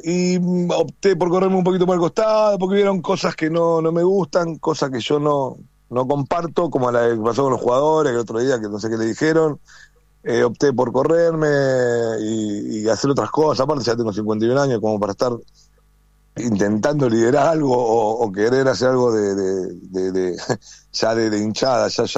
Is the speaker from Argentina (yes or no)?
yes; Buenos Aires, Argentina; Soy de Villa del Parque, oriundo de Capital, Villa del Parque, me quedé toda la vida ahí.